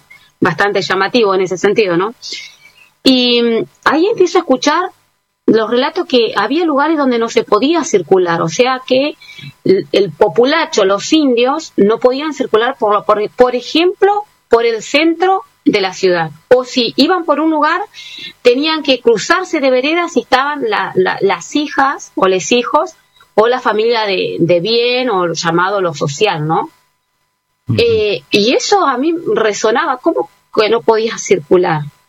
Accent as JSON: {"language": "Spanish", "town": "Valcheta", "region": "Río Negro", "country": "Argentina", "said": "toda mi familia está en Balchitas es mi tierra, mi lugar, porque mi familia es de la meseta Somuncurá."}